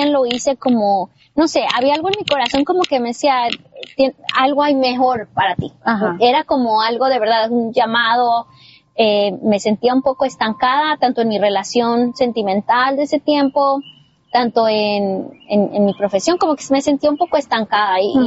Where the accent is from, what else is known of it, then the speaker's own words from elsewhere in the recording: Torreón, Coahuila, Mexico; moved away as an adult; Yo soy del norte de México. Yo crecí.